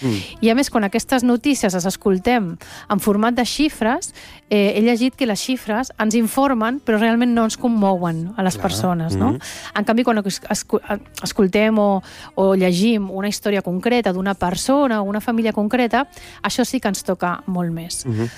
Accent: Venezuela; accent: Venezuelan; now in Barcelona, Spain; Perquè jo quan vaig arribar de Venezuela, vaig venir directe de Venezuela aquí a Barcelona, parlava un català amb accent venezolà, perquè la meva mare sempre ens ha parlat català a casa, des de ben petits

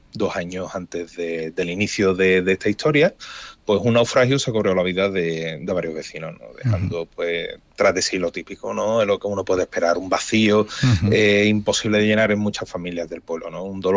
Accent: Andalusia, Spain; nosotros somos andaluces

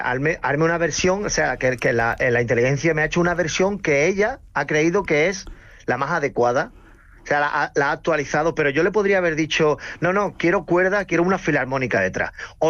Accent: Barbate, Andalusia, Spain; Yo soy de Barbate

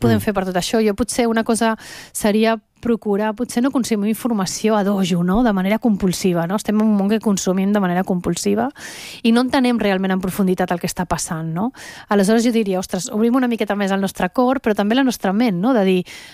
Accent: Venezuela; moved away; jo també soc de Venezuela, que tinc una connexió emocional que forma part de la meva vida a aquella terra

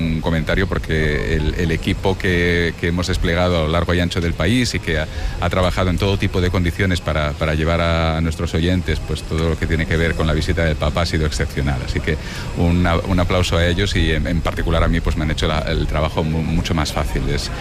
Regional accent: Barcelona, Catalonia, Spain; Qué difícil, ha habido tantos momentos especiales, como barcelonés.

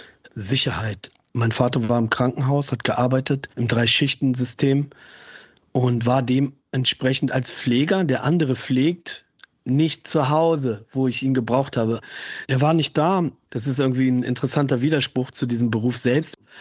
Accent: Braunschweig, Lower Saxony, Germany; ich komme aus Braunschweig in der Nähe der ehemaligen Grenze.

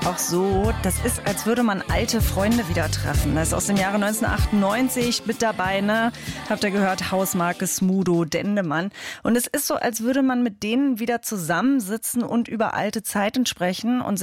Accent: Saxony-Anhalt, Germany; born there; Wir sind alle geboren in Sachsen-Anhalt.

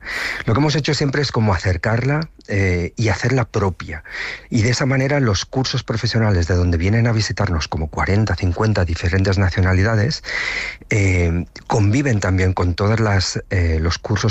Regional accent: Tortosa, Catalonia, Spain; Curiosamente, todo el proyecto empezó aquí en Tortosa, que en realidad es mi ciudad natal

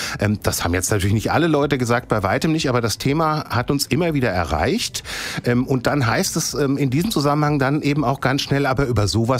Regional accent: Hesse, Germany; Ich kenne Dietzenbach ein bisschen. Ich bin in der Nähe aufgewachsen

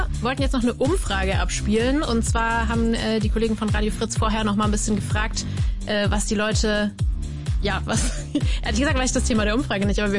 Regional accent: Freiburg, Baden-Württemberg, Germany; ich komme aus Freiburg.

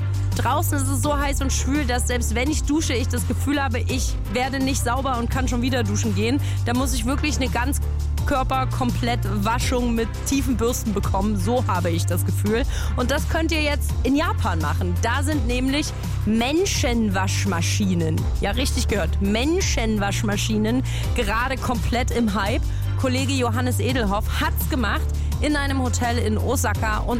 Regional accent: eastern Germany, Germany; ich bin Ossi.

